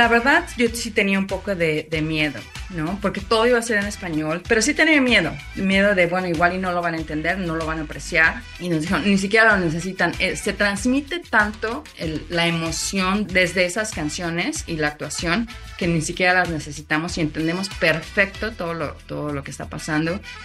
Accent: Mexico; moved away; como mexicana y como vi desde acá

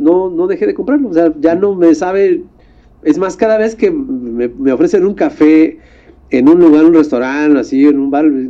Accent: Veracruz, Mexico; soy jarocho, obviamente

